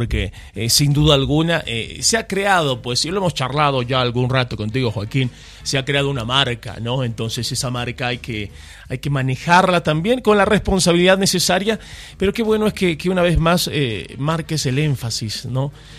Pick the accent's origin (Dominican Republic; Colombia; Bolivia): Bolivia; born there; somos bolivianos todos, hemos nacido acá